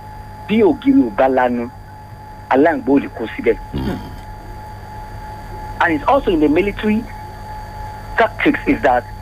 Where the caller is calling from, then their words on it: Amsterdam, North Holland, Netherlands; from Amsterdam.